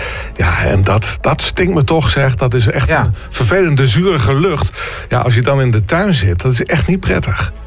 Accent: Groningen, Netherlands; Ja, ik ben opgegroeid in Selwen. Dus daar ook werd ook wel geregeld. Ja. En ik woon nu in het noordwesten van de stad.

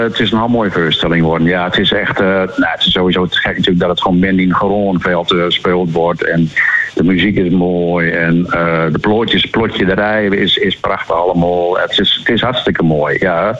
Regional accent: Groningen, Netherlands; want ik ben een Groninger, dan zeggen ze half ook, ik ben een Groninger.

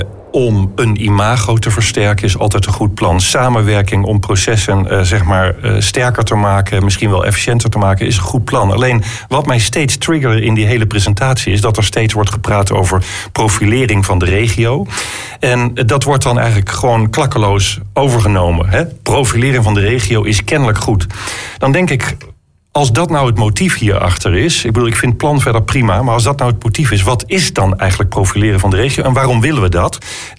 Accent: Groningen, Netherlands; ik ben ook Groninger

